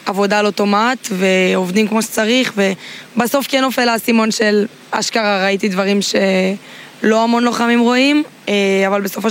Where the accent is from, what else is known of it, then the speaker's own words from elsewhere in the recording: Sdot Yam, Haifa District, Israel; גדלתי בים, ככה ההורים שלי השרישו. הייתי הולכת הרבה לשדות ים, לחוף שם, גדלתי שם.